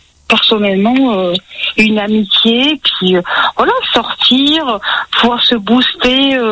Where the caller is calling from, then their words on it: Clermont-Ferrand, Auvergne-Rhône-Alpes, France; c'est une grande ville, oui, oui. J'habite à Clermont-Ferrand, en plus.